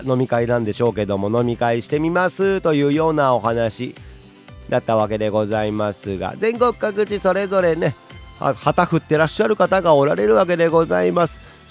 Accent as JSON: {"language": "Japanese", "region": "Tottori", "country": "Japan", "tie": "born or raised there"}